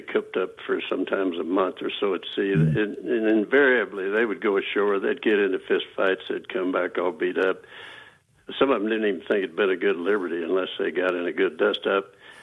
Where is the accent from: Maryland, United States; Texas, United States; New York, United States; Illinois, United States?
Texas, United States; born or raised there